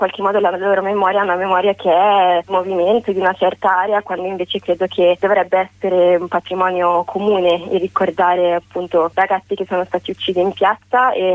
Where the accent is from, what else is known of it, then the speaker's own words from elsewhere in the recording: Bologna, Emilia-Romagna, Italy; io sono di Bologna